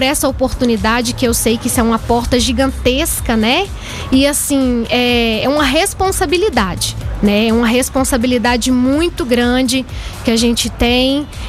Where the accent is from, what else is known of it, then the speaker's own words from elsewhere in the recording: Ibirité, Minas Gerais, Brazil; Eu sou lá da Vila Ideal, Ibirité.